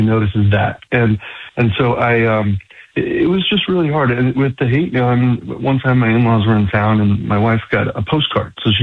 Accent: New York, United States; now in Houston, United States; being a New Yorker coming into Houston, it was just incredible.

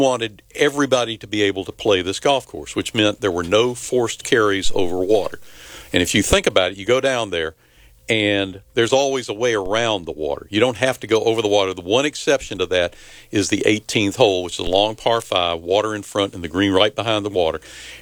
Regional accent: Orangeburg, South Carolina, United States; moved away; I grew up in Orangeburg

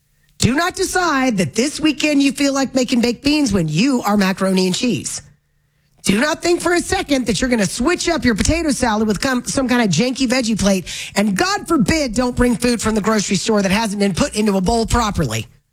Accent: the South, United States; But I'm from the South.

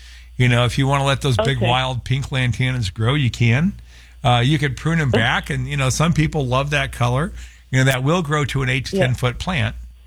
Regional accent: Phoenix, Arizona, United States; where I grew up in Sunny Slope, in the rockiest, most, you know, desolate climate we have in the valley

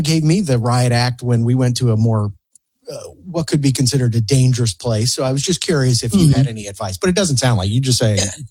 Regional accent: North Carolina, United States; I'm from North Carolina, but my parents are from Chicago.

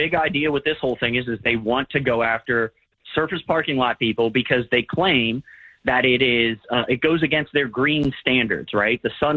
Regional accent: Cincinnati, Ohio, United States; I grew up in Price Hill. We were poor. We lived around a bunch of poor people.

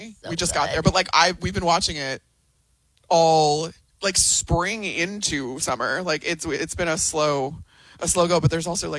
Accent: Chicago, Illinois, United States; accent: Midwest; moved away; I am a Midwesterner. I am from Chicago.

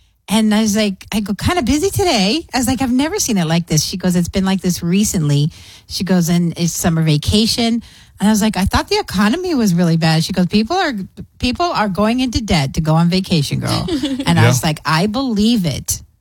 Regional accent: El Paso, Texas, United States; And I was born and raised here in El Paso

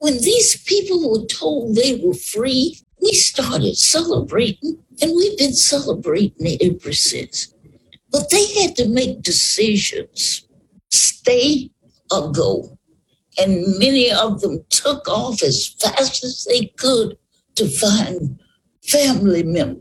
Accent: Marshall, Texas, United States; born there; Would you believe I was born in Marshall, Texas back in 26?

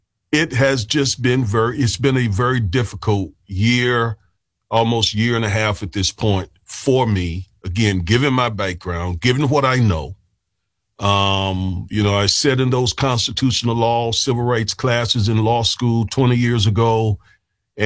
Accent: North Carolina, United States; I'm 64 years old and I'm from the South, from North Carolina, rural part of North Carolina.

